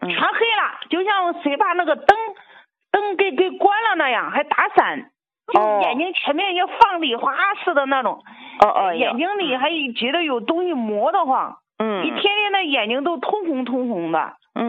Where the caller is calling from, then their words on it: Zhengzhou, Henan, China; 哎，王老师，我是郑州的